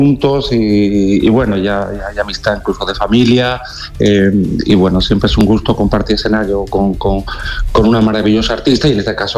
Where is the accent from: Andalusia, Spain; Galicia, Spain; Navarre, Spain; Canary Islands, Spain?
Andalusia, Spain; Jerez de la Frontera; sobre todo pues volver a mi tierra, a Jerez de la Frontera, a mi casa.